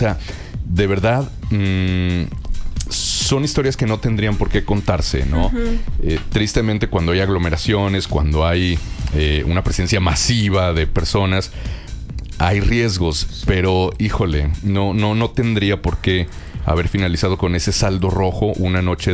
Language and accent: Spanish; Mexico